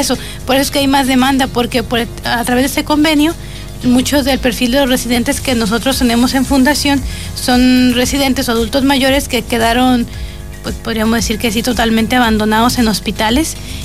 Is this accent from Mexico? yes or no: yes; Mexico; now in Chile; Yo soy mexicana